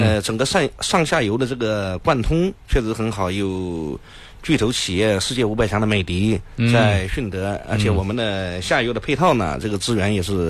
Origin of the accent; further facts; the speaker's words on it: Anhui, China; 因为我找工作是因为我们安徽那边去的地方大部分是江浙沪